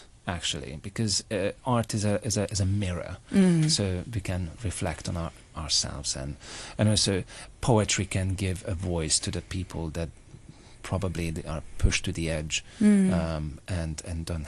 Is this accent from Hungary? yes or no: yes; Budapest, Hungary; English is a second language; moved away as an adult; also born or lived in London, United Kingdom; now in Hong Kong; because yes, I was born and bred in Budapest, but after my studies, I moved to London to pursue my acting career. And then 6 years ago, I moved to Hong Kong